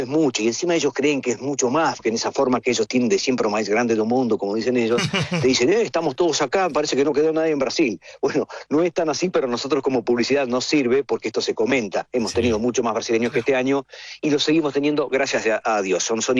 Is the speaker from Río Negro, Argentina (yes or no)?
yes; Bariloche, Río Negro, Argentina; also born or lived in Europe